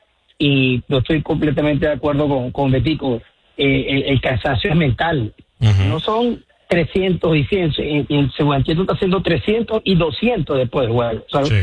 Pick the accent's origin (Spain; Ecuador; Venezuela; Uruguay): Venezuela